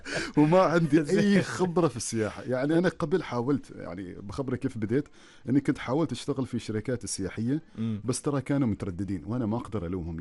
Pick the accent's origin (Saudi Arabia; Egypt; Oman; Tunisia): Oman; الكثير أخي والله، حتى أنا حتى الأجانب اللي لما حجزوا الرحلات عندنا وكذا يستغربوا من الجمال سلطنة عمان